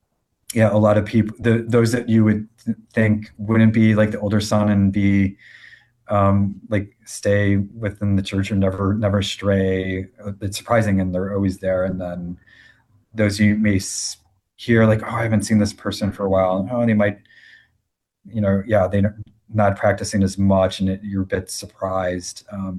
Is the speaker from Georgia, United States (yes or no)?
no; Naperville, Illinois, United States; But then that was the only real Christian preschool in my hometown of Naperville, or at least walking distance, I guess. And then K-12 was public school.